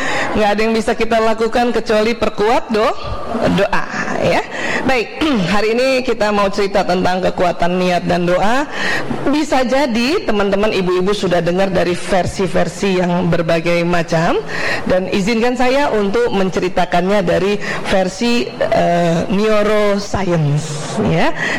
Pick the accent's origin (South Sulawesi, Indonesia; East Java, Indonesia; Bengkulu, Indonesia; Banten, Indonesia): South Sulawesi, Indonesia; Makassar; Kalau saya memang orang Bugis Makassar, ibu saya orang Palembang ya, tapi saya jumpanya di Makassar.